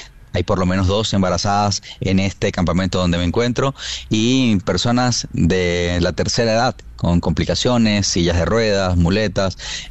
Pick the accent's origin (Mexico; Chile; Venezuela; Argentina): Venezuela; now in Caracas, Venezuela